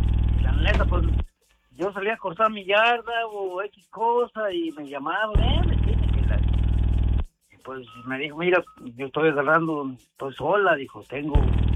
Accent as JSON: {"language": "Spanish", "town": "Los Angeles", "region": "California", "country": "United States", "lives_now": "Lincoln, United States", "said": "Yo vengo de Los Ángeles, California."}